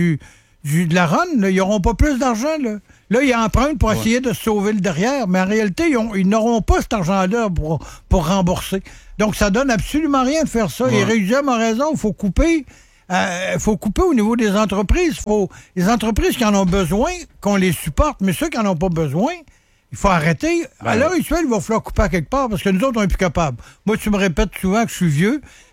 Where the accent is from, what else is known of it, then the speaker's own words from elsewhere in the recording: Quebec, Canada; On n'a pas d'épines dorsales, on est des Québécois, puis on suit que la poutine pis Creton, ça va nous sauver la vie.